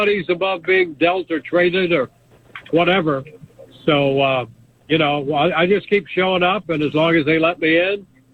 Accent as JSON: {"language": "English", "region": "Midwest", "country": "United States", "tie": "born or raised there", "said": "I grew up in the Midwest where baseball was really king"}